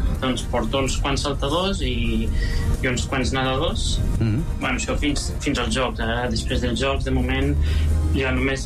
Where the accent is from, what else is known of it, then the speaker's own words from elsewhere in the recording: Igualada, Catalonia, Spain; moved away as an adult; now in China; Jo soc d'una ciutat petita de la Catalunya central, d'Igualada.